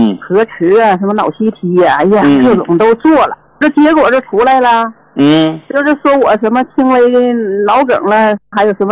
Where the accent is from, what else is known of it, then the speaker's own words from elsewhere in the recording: Shenyang, Liaoning, China; 我家是沈阳的。